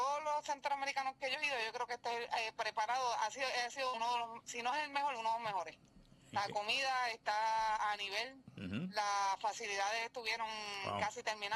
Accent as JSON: {"language": "Spanish", "country": "Puerto Rico", "said": "Y soy bien puertorriqueña"}